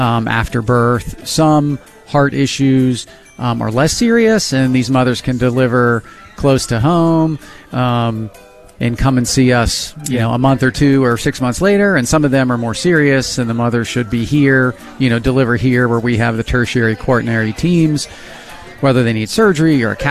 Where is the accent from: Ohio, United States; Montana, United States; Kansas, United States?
Ohio, United States; Steubenville; moved away as an adult; also born or lived in Weirton; I grew up in Steubenville, you know, Weirton. My mother's family's from Wheeling, and so left after high school for, you know, education and training, and then came back 5 years ago